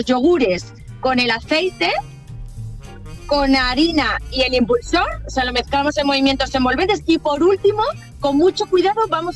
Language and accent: Spanish; Ciudad Real, Castilla-La Mancha, Spain; todos son de Albacete y yo soy de Ciudad Real.